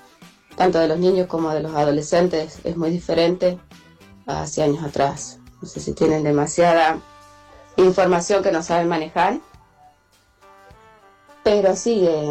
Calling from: San Juan, Argentina; buenas noches desde San Juan.

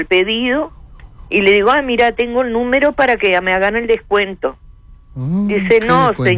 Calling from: Montevideo, Uruguay; pues yo vivo en Colón

